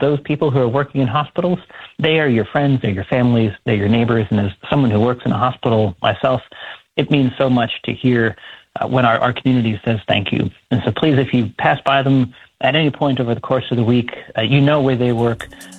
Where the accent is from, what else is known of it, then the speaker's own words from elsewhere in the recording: North Carolina, United States; my hometown in North Carolina